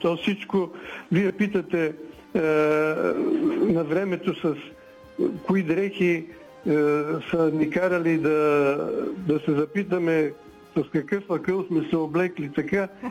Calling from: Vidin, Vidin Province, Bulgaria; от Видин.

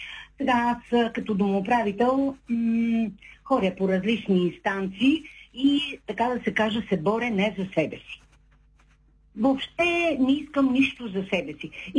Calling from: Shumen, Shumen Province, Bulgaria; съм от Шумен.

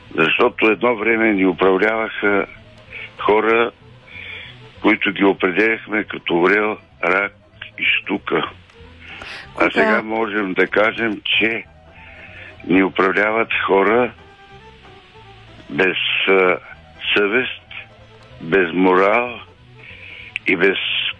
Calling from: Teteven, Lovech Province, Bulgaria; от Тетевен.

